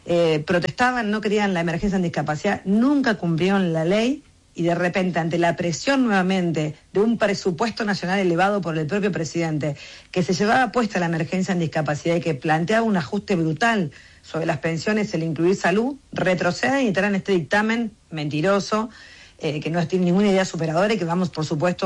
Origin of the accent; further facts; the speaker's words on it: La Plata, Buenos Aires Province, Argentina; yo soy de La Plata